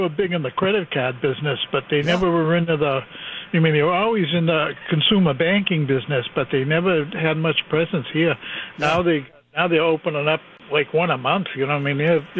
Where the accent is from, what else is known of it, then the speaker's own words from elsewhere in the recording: Boston, Massachusetts, United States; I was born and brought up in Mattapan, and I'm familiar with the area really well, and I remember the trolley tracks in the middle of Blue Hill Avenue as a kid.